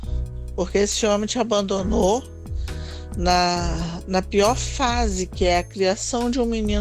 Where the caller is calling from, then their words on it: Campos dos Goytacazes, Rio de Janeiro, Brazil; eu falo de Campos Goytacazes.